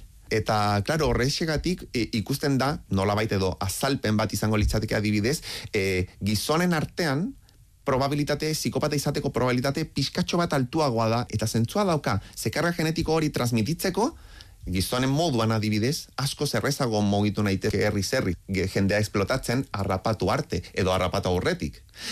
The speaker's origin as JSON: {"language": "Basque", "country": "Chile", "said": "Ni txiletarra naiz, bai"}